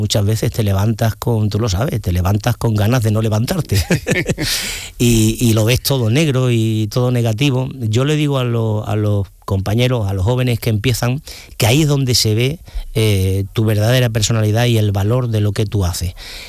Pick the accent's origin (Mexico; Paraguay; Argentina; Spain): Spain; Ubrique, Andalusia; A mí me tira mucho Cádiz, yo siempre digo que soy un gaditano con piel de ubrique